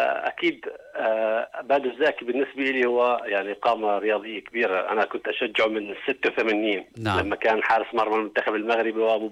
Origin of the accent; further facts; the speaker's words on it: Jordan; لكن كأردنيين